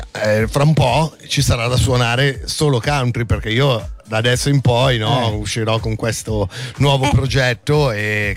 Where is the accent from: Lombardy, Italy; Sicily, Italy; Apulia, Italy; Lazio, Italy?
Lombardy, Italy; Milan; io ci sono cresciuto a Milano, no? In Piazza del Duomo ci venivo a dar da mangiare i piccioni